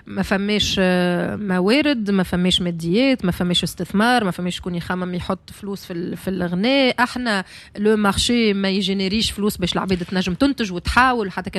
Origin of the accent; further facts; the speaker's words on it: Tunisia; عندنا في تونس